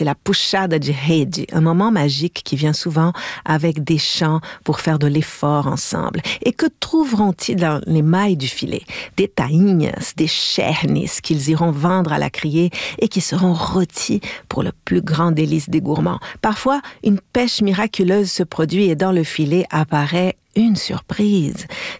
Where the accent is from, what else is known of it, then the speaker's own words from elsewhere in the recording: Florianópolis, Santa Catarina, Brazil; En ce moment même, c'est l'hiver au Brésil. Et si je me transporte en pensée à Floripa, mon coin de pays, sur la plage au lever du jour, il n'y a que les pêcheurs.